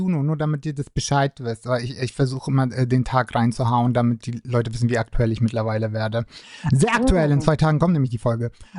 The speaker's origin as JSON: {"language": "German", "town": "Rothenburg ob der Tauber", "region": "Bavaria", "country": "Germany", "said": "Nee, aber Sache war die so, weil ich komme aus der Kleinstadt Rodenburg"}